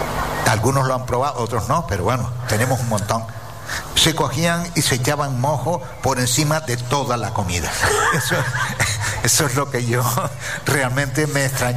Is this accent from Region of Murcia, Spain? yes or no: no; Canary Islands, Spain; born there; Pero, hombre, yo soy nacido en Gran Canaria. Pero cuando he venido aquí al sur hace 45 años, ya mi mujer me dijo, dice, de aquí yo no me muevo.